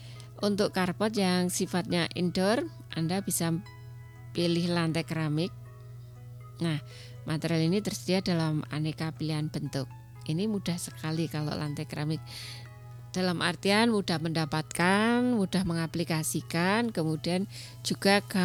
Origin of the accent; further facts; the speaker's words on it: Java, Indonesia; saya orang Jawa.